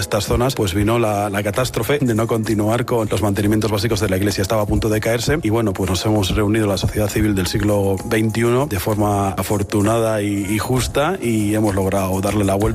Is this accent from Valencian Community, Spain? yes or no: no; Palencia, Castile and León, Spain; born there; moved away as an adult; Soy nacido en Palencia y llegué a Fuenteodra hace 25 años por inmobiliaria.